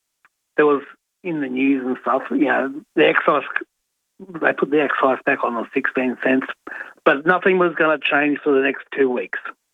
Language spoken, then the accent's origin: English; New South Wales, Australia; I think because I came from New South Wales and some stations over there might have hung around a bit longer, especially countries, because I'm from country New South Wales.